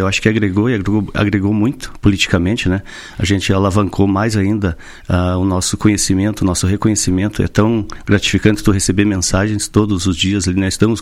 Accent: Vacaria, Rio Grande do Sul, Brazil; Vacaria, minha terra que eu amo

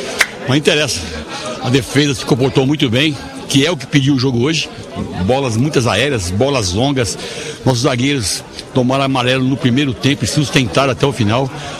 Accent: São Paulo, Brazil; que eu sou de São Paulo, estou muito tempo em São Paulo militando lá.

